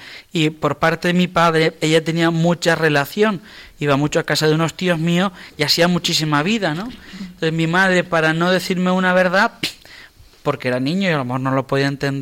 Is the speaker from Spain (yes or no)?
yes; Lanzarote, Canary Islands, Spain; born there; also born or lived in La Graciosa; Nací en Lanzarote. Y estuve hasta el año 94 viviendo